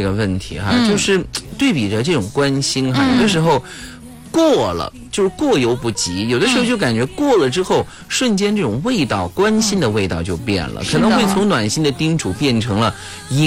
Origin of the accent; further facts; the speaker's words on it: Chongqing, China; accent: Chongqing dialect; 我们重庆话来说叫搭白撒起里头说